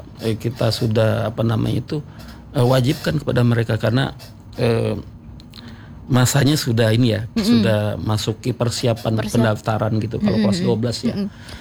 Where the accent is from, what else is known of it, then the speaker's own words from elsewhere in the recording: Bogor, West Java, Indonesia; kita berasal dari Bogor